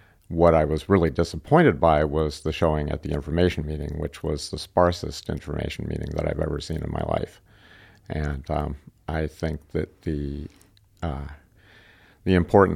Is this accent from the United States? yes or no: yes; New Hampshire, United States; born there; also born or lived in Ethiopia / North Carolina / Rockville, Maryland; I was born in New Hampshire, and I took a circuitous route to come back to New England, but felt like I arrived home when I got here by Ethiopia, North Carolina, Rockville, Maryland, just outside of D.C.